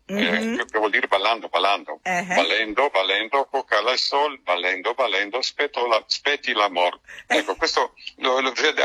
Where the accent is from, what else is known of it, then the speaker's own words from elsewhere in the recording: Gallesano, Istria County, Croatia; accent: Istriot of Gallesano; first language Istriot; Italian is a second language; L'istrioto calestanese, per dire, la mia lingua madre, parlo ogni giorno in galestanese.